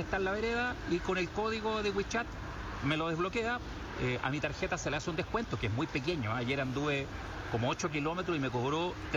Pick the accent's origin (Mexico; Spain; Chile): Chile; vengo de Chile